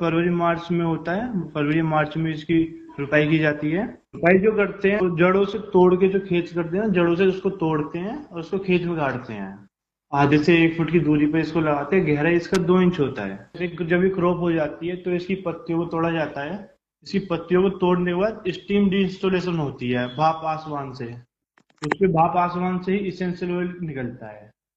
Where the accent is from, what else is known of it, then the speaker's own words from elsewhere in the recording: Gawah, Uttar Pradesh, India; मैं रहने वाला जिला बुलंदशहर खुर्जा, मेरा गांव का नाम ग्राम गवाह है